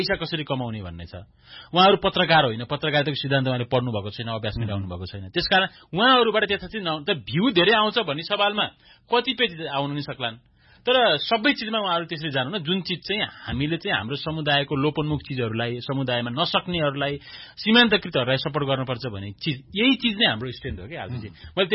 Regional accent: Damauli, Gandaki Province, Nepal; मेरै दमौली, मेरो गृह जिल्ला तनहुँमा

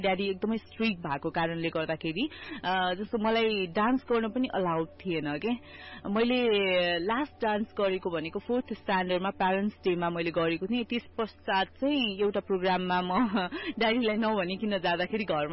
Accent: Bharatpur, Bagmati, Nepal; born there; मेरो जन्म चाहिँ नारायणगढ चितवनको गीतानगरमा भएको हो

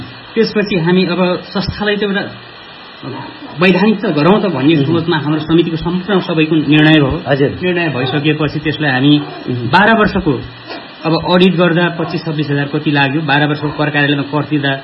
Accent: Rolpa, Lumbini Province, Nepal; म हुन चाहिँ यहीँको स्थानीय हो, मेरो जन्म पनि यहीँ भएको हो।

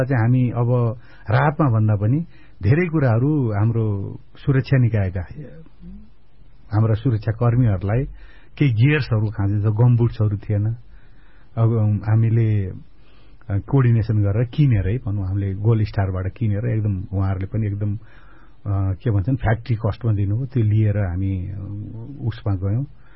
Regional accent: Bagmati, Nepal; मेरो अब मेरो घर पनि त्यतै हो, त्रिशुलीको तिरमै छ मेरो बहिनीको घर

